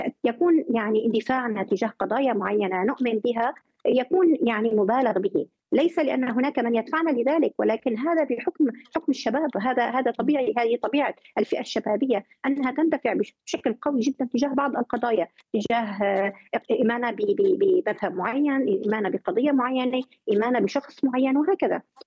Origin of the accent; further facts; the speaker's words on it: Syria; نحن كشعب سوري